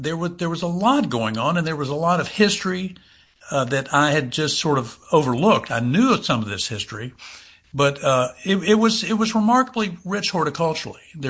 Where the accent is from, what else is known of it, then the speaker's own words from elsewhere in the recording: Louisville, Kentucky, United States; when I moved back, I grew up in Louisville, so I knew Louisville well.